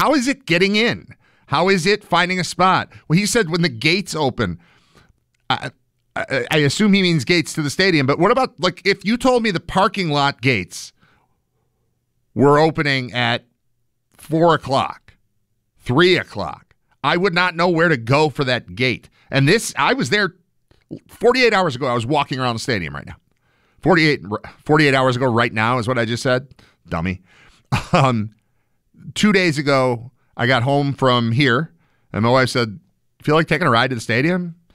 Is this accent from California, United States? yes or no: no; West Seneca, New York, United States; I grew up in West Seneca, 15-minute drive from there to the stadium, probably, from my house, from my parents' house.